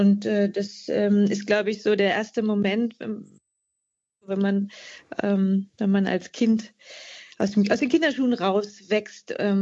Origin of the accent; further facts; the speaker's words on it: East Germany, Germany; ich komme selber aus Ostdeutschland